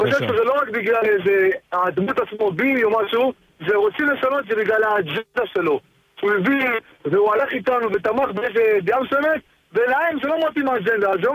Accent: Bnei Brak, Tel Aviv District, Israel; בעיר שלי, אני מבני ברק, אני חדש כמובן פה

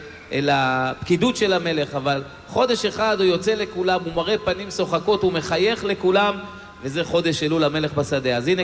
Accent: Netanya, Central District, Israel; אני מרוקאי, מצרי, תימני ופולני, אבל כשאתה גודל בנתניה, כשאתה גדל בנתניה, אתה טרבלסי על מלא.

